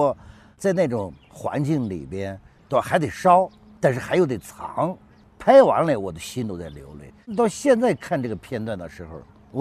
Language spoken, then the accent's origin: Chinese; Northwest China, China; 对我们西北人的这种秦腔，这种大开大合呀、大悲大壮啊，这种东西对我们西北人的理解和对戏剧的理解、黄土地人的理解